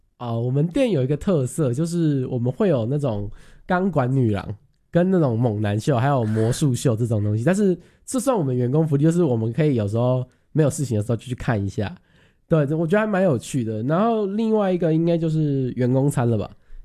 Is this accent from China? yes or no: no; southern Taiwan, Taiwan; now in Northern Taiwan; 我从南部，因为我是南部人，然后我来北部